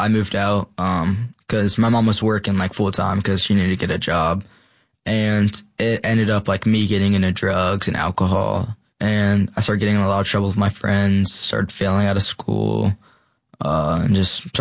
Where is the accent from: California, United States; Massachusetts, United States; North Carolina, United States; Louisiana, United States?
North Carolina, United States; I'm a 16-year-old male. I'm from North Carolina.